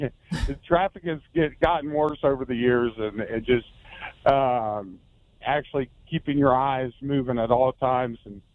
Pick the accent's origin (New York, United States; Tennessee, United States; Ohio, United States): Ohio, United States; Grove City; now in Charleston, United States; I grew up in Ohio, Grove City, Ohio.